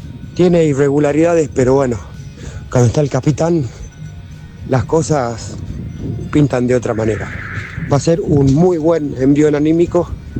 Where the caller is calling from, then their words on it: Almagro, Buenos Aires, Argentina; de Almagro.